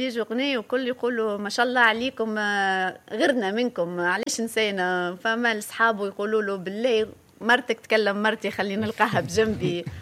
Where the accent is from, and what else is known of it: Tunisia